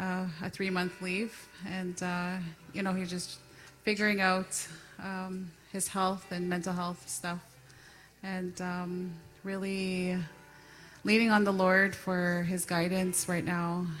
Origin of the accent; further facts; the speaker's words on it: Garden Hill, Manitoba, Canada; So my husband is originally from Waseguamack, and he grew up there, and I'm from Garden Hill.